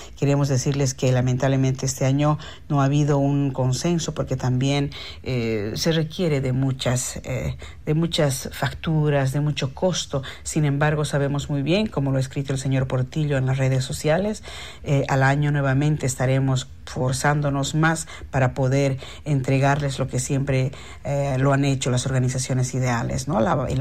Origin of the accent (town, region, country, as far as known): Bolivia; now in Sweden